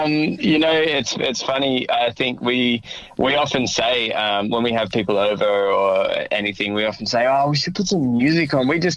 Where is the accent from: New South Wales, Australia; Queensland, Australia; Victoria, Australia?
New South Wales, Australia; Central Coast; my hometown on the Central Coast, New South Wales